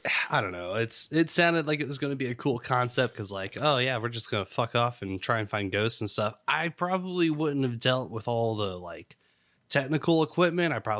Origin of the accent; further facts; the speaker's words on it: North Carolina, United States; You know, I'm from North Carolina originally.